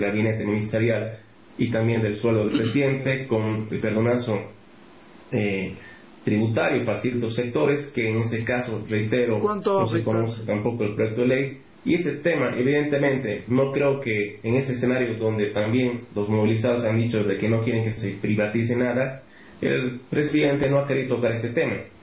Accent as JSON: {"language": "Spanish", "country": "Bolivia", "said": "me pone triste como boliviano"}